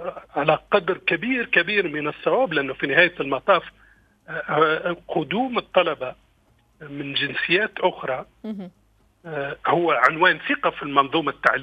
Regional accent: Tunisia; في بلادنا تونس.

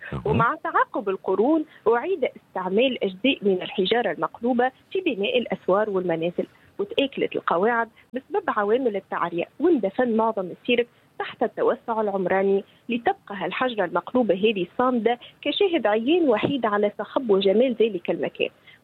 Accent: Tunisia; بلادنا تونس

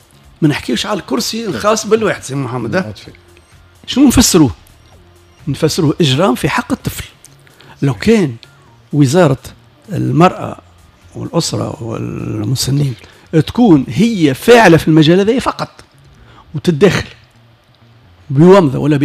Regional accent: Tunisia; كما عندنا في تونس

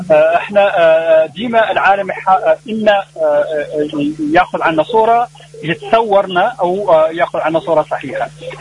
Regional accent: Mauritania; أنا ممثل ومخرج من موريتانيا

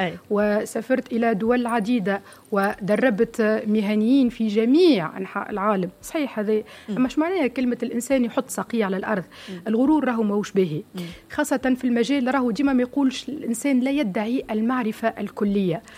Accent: Tozeur, Tozeur Governorate, Tunisia; born there; also born or lived in Tunis; كي نغادر البلاد اللي أصلي منها، أنا ما تولدتش فيها توزر، أنا تولدت في تونس،

